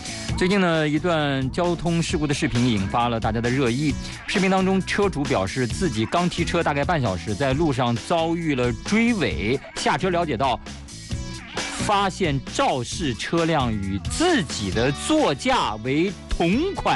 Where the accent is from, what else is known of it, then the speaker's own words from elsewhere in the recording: China; 这不就是我们中国人常说的来都来了吗？